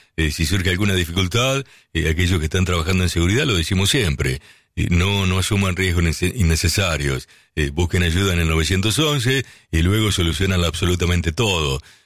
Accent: Lincoln, Buenos Aires Province, Argentina; moved away as an adult; now in Necochea, Argentina; Yo en realidad soy de Lincoln, provincia de Buenos Aires. Me establecí en Necochea hace unos años para disfrutar de las bondades de la playa allí. Tengo dos chiquitas necochenses, pero yo soy de Lincoln, provincia de Buenos Aires. Me he afincado

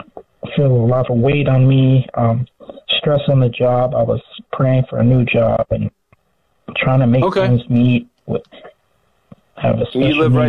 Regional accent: Liberia; now in Waldorf, Maryland, United States; Originally from Liberia.

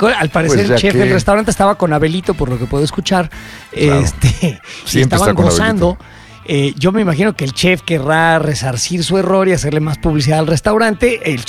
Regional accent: Mexico; seamos lo que somos, mexicanos que estamos orgullosos de lo que proyectamos en el mundo.

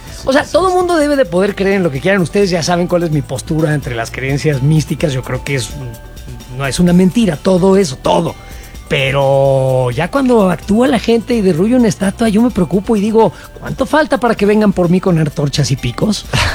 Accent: Mexico City, Mexico; de México, amo la Ciudad de México. Diferentes partes de la Ciudad de México tienen diferentes olores, no hay duda.

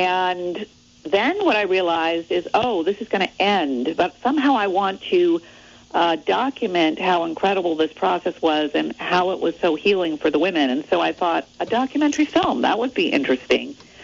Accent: Middlebury, Vermont, United States; Yeah, well, I grew up in Middlebury, Vermont.

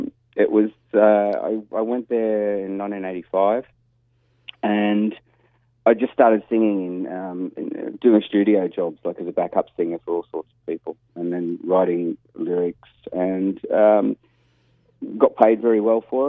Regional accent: Sydney, New South Wales, Australia; But back then, I was brought up in Western Sydney, and nana lived in Petersham, like inner west.

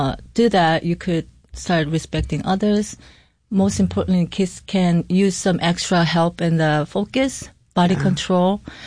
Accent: South Korea; English is a second language; now in Rochester, United States; So I'm from Korea, his hometown is LA.

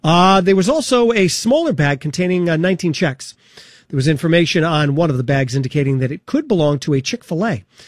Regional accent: Rumford, Maine, United States; I remember being a kid growing up in Rumford, over near USA

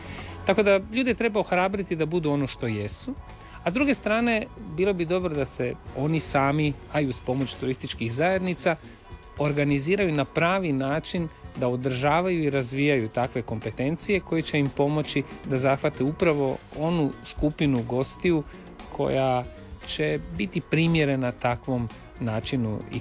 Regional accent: Karlovac, Karlovac County, Croatia; mi u Karlovcu, ja sam iz Karlovca

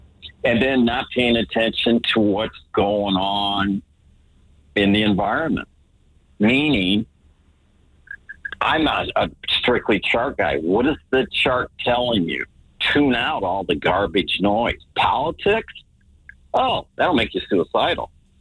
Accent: Chicago, Illinois, United States; Just a good old Chicago city boy.

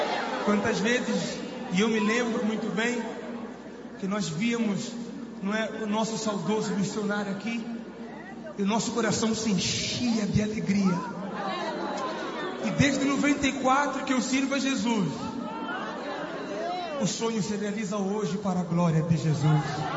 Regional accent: Mozambique

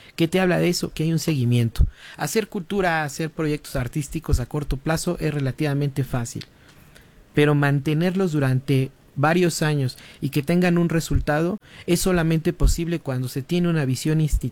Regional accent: Puebla, Mexico; como poblanos nos sentimos sumamente orgullosos

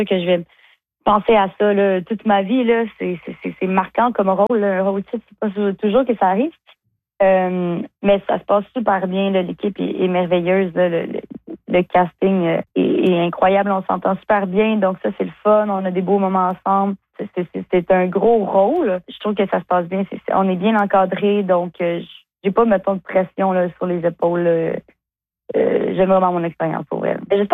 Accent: Acadia, Canada; moi, je suis acadienne.

